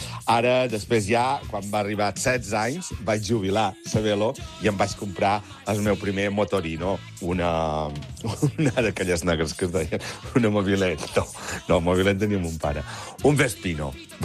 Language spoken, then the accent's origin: Catalan; Ciutadella, Balearic Islands, Spain; de Ciutadella i la meua primera bicicleta va ser